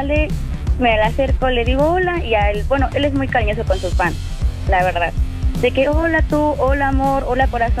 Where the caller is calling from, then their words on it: Nezahualcóyotl, State of Mexico, Mexico; Yo soy del Estado de México